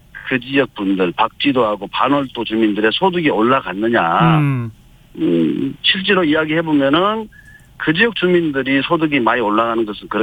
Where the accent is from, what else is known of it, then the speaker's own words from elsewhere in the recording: Sinan, South Jeolla, South Korea; 여기 내 고향 신안에 대한 준비를 하다가